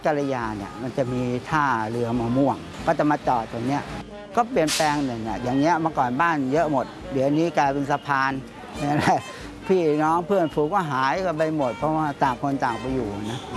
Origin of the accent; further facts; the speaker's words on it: Bangkok, Thailand; ผมก็เป็นเขาเรียกสัตว์บุรุษคือคนดั้งเดิมของที่นี่ครับเกิดในคลองบางหลวงเนี่ยนะบ้านก็อยู่ริมคลองนะ